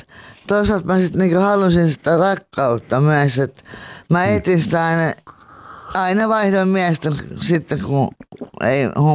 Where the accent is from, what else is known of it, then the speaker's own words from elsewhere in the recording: Helsinki, Uusimaa, Finland; Mä oon Kanelmäestä.